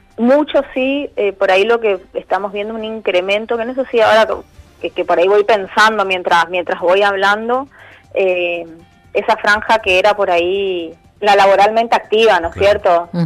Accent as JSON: {"language": "Spanish", "country": "Argentina", "said": "como somos los argentinos resilientes"}